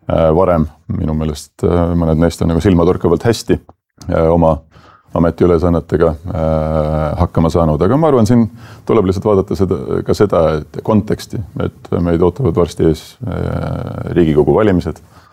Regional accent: Saare County, Estonia; Ma ise olen Saaremalt

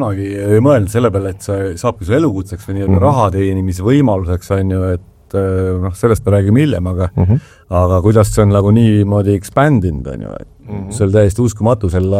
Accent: Tallinn, Harju County, Estonia; mu sõber Aivo Erin kelle ma kasvasin Roosikiresti tänaval

